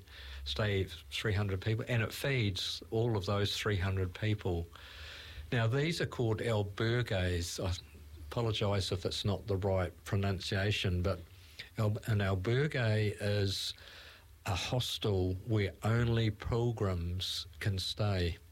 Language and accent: English; New Zealand; no, I can do this, I'm a Kiwi, and it'll be fine